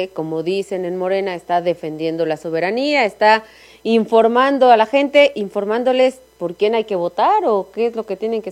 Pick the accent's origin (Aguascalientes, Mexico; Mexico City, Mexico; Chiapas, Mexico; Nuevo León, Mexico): Chiapas, Mexico; accent: Chiapas; Cuando hablo con mi familia, cuando hablo con mis amigos, hablo un poco más chiapaneca que cuando hablo al aire aquí